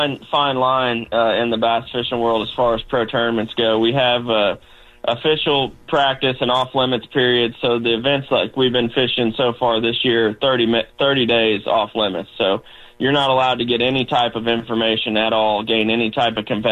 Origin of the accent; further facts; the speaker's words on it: Versailles, Missouri, United States; I grew up in Versailles, went to school there K through 12.